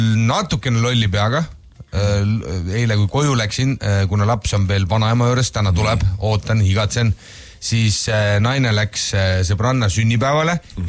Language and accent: Estonian; Haapsalu, Lääne County, Estonia; born there; also born or lived in Taebla; Ma olen sündinud Haapsalus